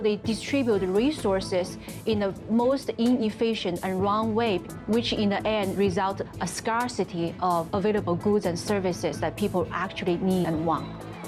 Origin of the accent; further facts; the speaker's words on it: China; English is a second language; moved away; When I was growing up in China, under socialism, I was always hungry.